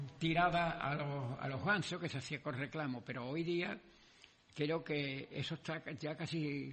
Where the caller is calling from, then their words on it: Sanlúcar de Barrameda, Andalusia, Spain; Y yo soy de Sanlúcar